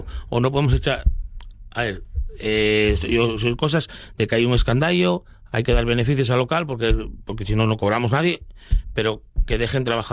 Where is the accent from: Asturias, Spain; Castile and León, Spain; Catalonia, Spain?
Asturias, Spain; Soy asturiano, tengo que venderme.